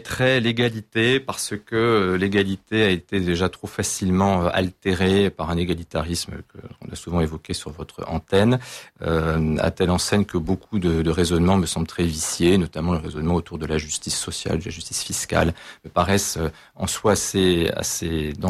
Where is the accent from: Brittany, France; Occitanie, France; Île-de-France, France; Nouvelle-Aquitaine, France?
Occitanie, France; Toulouse; born there; je suis né à Toulouse